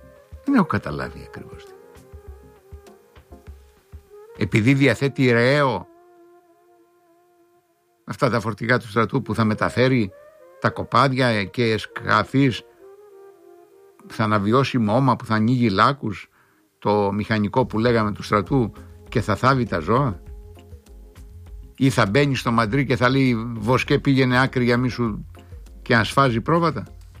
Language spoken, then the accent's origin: Greek; Crete, Greece; στην Πατρώα μας γη, κοντοχωριανή μας ο Ανδρουλάκη, 4-5 χιλιόμετρα το χωριό του από το χωριό μου